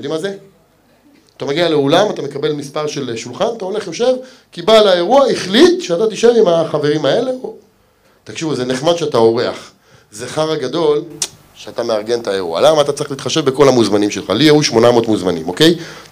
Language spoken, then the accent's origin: Hebrew; Ramla, Central District, Israel; also born or lived in Lod; אני במקור גדלתי ברמלה, אמיתי. עברתי ללוד, אמיתי